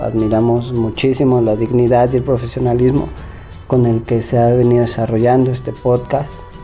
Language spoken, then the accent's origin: Spanish; Puebla, Mexico; moved away; soy fotodocumentalista independiente y los saludo desde la ciudad de Puebla. Aunque mi ombligo y mis muertos están allá en la Sierra Norte, en el mérito Totonacapan poblano.